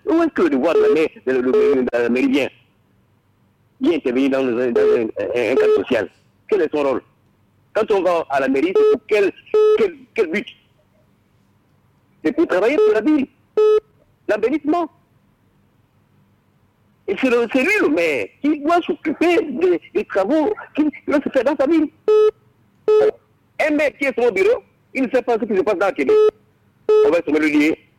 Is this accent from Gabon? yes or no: yes; Libreville, Estuaire, Gabon; normalement, un homme comme on est de Libreville, je crois que le chômage et puis l'insalubrité va disparaître